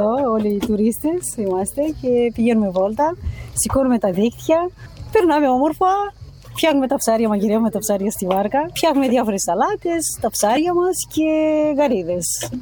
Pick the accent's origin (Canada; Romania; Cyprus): Romania; Greek is a second language; now in Greece; Είμαι ξένη, είμαι από Ρουμανία.